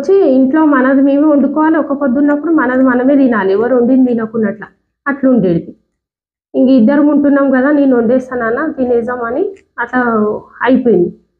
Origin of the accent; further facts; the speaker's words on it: Karnataka, India; now in Hyderabad, India; మాది కర్ణాటక అని చెప్పిన నేను.